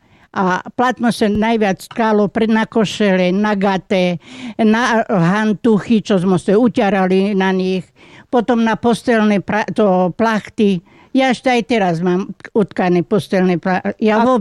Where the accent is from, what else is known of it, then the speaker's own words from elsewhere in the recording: Vyšná Slaná, Košice Region, Slovakia; moved away as an adult; Bo ja som takisto z Vyšnej Slane a videla som sa sem. Som 63 roky tu